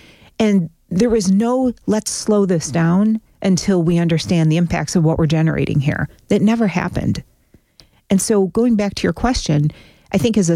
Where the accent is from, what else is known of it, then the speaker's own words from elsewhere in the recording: New York, United States; as a child growing up on Cuga Creek, which rings the Love Canal area